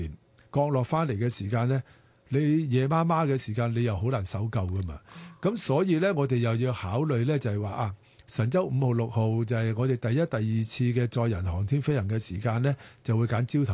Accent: Hong Kong; 我哋香港人

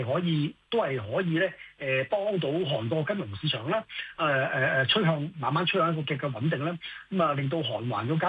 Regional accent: Hong Kong; 我哋作為香港人

